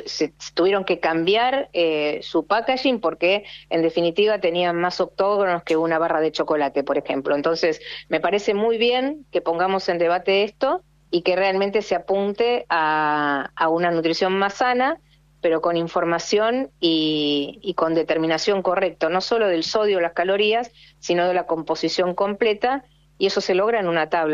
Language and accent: Spanish; Argentina; No lo encasillo en la política partidaria, sino en lo que uno realmente siente como argentino.